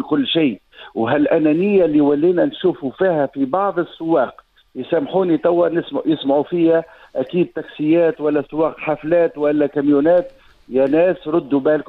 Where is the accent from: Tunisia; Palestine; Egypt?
Tunisia